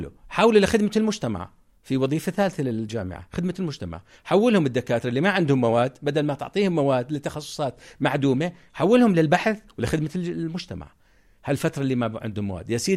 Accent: Jordan; عندنا بالأردن

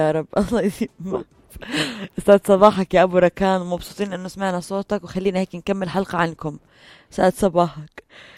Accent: Jordan; عندنا بالاردن

